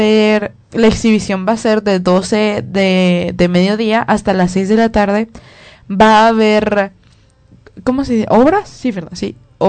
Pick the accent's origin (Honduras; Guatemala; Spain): Guatemala; Yo soy de Guatemala